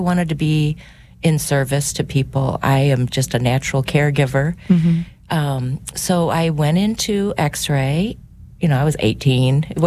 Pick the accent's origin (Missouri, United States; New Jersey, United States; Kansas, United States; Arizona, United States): Missouri, United States; Crestwood; Yeah, I grew up in Crestwood.